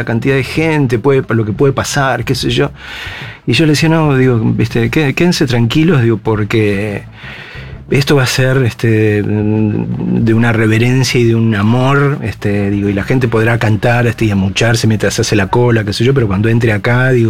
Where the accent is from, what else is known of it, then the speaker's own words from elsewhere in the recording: Argentina; los que nos consideramos parte del pueblo argentino